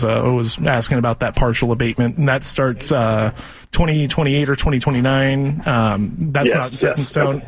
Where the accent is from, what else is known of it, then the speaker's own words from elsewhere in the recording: Lake Oswego, Oregon, United States; I grew up in Lake Oswego, spent many time, have many friends out in Tualatin